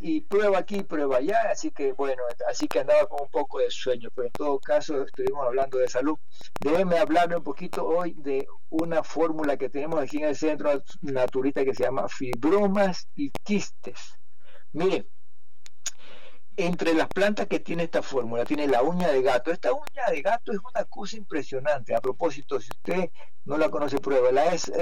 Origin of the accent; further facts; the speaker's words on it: Guayaquil, Guayas, Ecuador; Cuando voy a mi país, mi tierra, Ecuador, Guayaquil, la ciudad donde yo vivo, una ciudad grande, 3 millones de habitantes